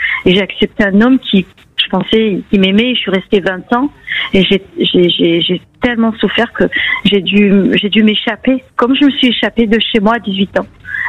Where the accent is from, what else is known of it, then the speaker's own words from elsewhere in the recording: Versailles, Île-de-France, France; born there; Je suis née à Versailles.